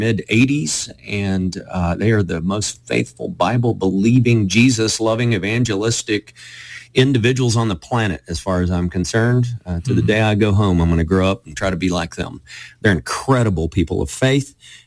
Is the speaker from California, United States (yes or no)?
no; Texas, United States; Well, I'm born and raised in North Texas. I don't know why they call it North Texas. It's the Dallas-Fort Worth area.